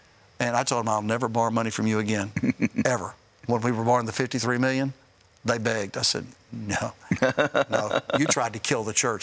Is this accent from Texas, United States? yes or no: yes; Texas, United States; now in Nashville, United States; I thought, that's crazy. I'm from Texas.